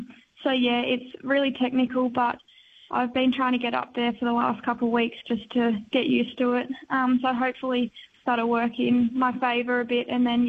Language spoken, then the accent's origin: English; Grafton, New South Wales, Australia; Yeah, so we grew up in Grafton.